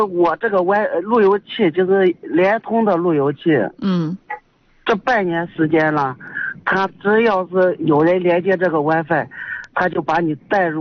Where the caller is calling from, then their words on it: Linyi, Shandong, China; 我是那个临沂的。